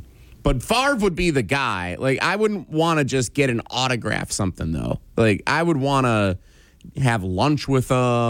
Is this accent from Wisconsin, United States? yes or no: yes; Wisconsin, United States; he's the athlete that I idolized as a kid growing up in Wisconsin during his heyday.